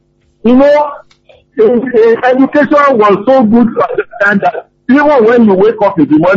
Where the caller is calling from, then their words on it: Ibadan, Oyo, Nigeria; from Apata.